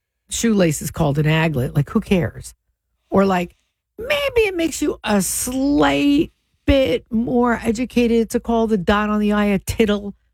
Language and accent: English; Asbury Park, New Jersey, United States; born there; When I went to Asbury Park High School and, like, half of the kids had huge afros because they were 75% black.